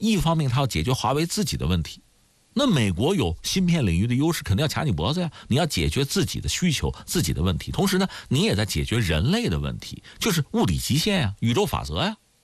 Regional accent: China; 我们中国人

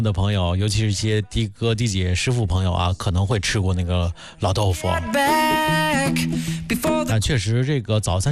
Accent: Wu'an, Hebei, China; 我老家是邯郸武安的

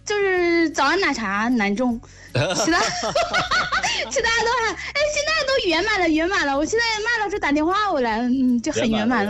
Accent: Jiujiang, Jiangxi, China; 不，我本来就是江西的，我是江西九江的。

